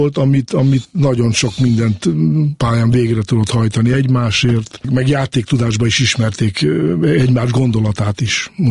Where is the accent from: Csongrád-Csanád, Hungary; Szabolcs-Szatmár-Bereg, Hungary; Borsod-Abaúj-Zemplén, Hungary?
Borsod-Abaúj-Zemplén, Hungary; born there; mivel itt születtem Borsodba